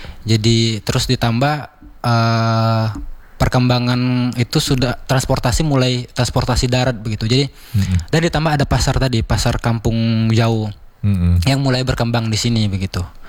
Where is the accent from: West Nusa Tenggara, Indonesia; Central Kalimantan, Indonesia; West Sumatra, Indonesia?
West Sumatra, Indonesia; sesama kita orang Minang